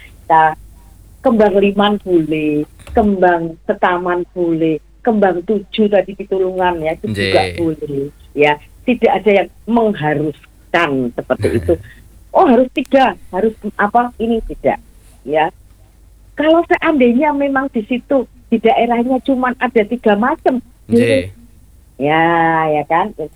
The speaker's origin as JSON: {"language": "Indonesian", "region": "Java", "country": "Indonesia", "said": "Bureh kalau kita orang Jawa itu kan diborehkan ya"}